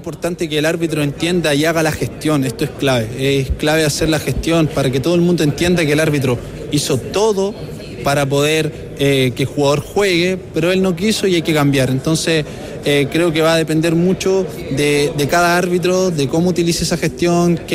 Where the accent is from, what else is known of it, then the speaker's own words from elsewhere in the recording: Chile; nosotros como chilenos